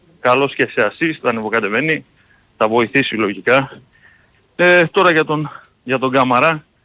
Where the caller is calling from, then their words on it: Agioi Anargyroi, Attica, Greece; από Αγίους Αναργύρους